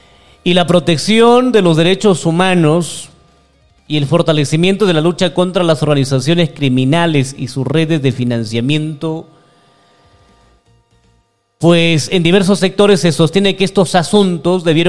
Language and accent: Spanish; Peru